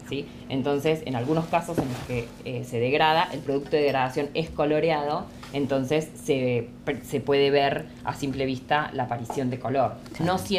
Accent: Argentina

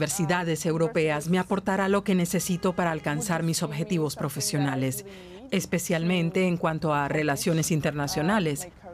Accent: Tbilisi, Georgia; tengo 19 años, nací y crecí aquí en Tiflis.

